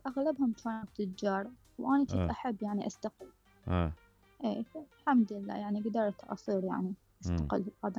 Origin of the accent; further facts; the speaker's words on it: Iraq; عندنا بالعراق